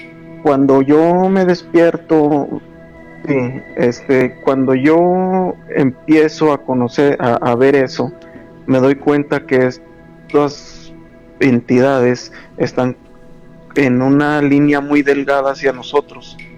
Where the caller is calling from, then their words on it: Ciudad Juárez, Chihuahua, Mexico; Desde Ciudad Juárez